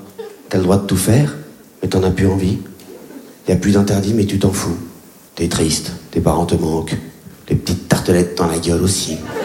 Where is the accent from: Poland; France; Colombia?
France; Réunion; born or raised there